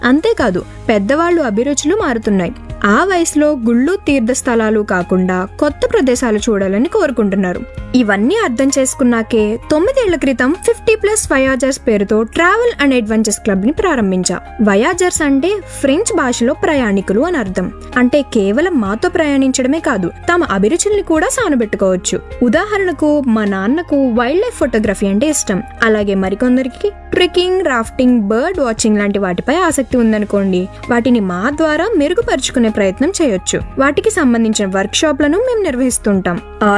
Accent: Kanpur, Uttar Pradesh, India; born there; also born or lived in United States / United Kingdom; మా పూర్వీకులది కోల్కతా అయినా నేను పుట్టింది కాన్పూర్ లో. మా నాన్న ఉద్యోగరీత్యా వివిధ ప్రాంతాల్లో చదువుకున్నా.

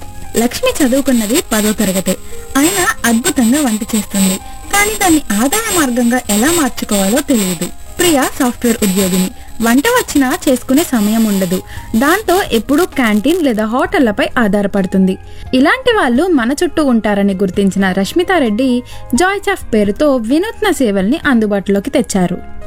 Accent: Mahbubnagar, Telangana, India; moved away as an adult; now in Hyderabad, India; మాది మహబూబ్ నగర్. నేను BSc home science చేసేందుకు హైదరాబాద్ వచ్చా. చదువైన కొన్నాళ్ళకే పెళ్లి కావడంతో ఇక్కడే స్థిరపడ్డాం.

